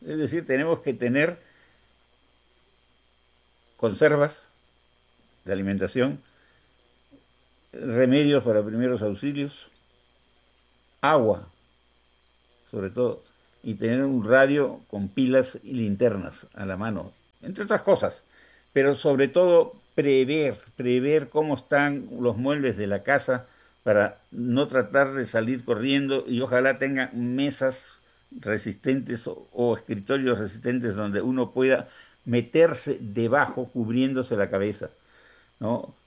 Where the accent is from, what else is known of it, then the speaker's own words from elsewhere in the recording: Peru; que todos somos peruanos, que todos necesitamos desarrollar nuestro país